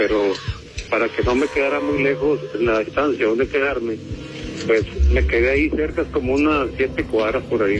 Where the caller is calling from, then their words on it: Piedras Negras, Coahuila, Mexico; yo soy de aquí, de Piedras Negras.